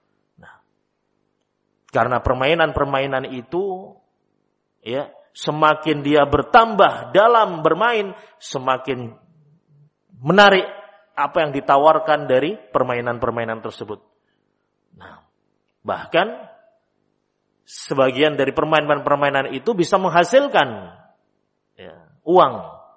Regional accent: Java, Indonesia; kalau dalam istilah kita orang Jawa, ojo kalah karo arek, ya.

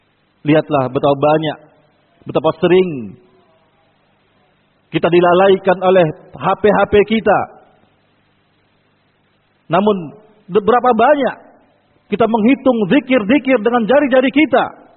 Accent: Indonesia; احفظ بلادنا إندونيسيا من الفتن والمحن ما ظهر منها وبطن

